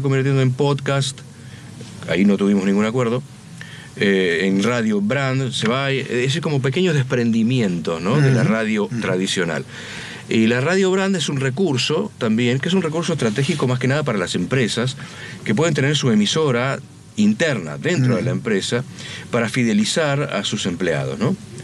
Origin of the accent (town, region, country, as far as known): Argentina; moved away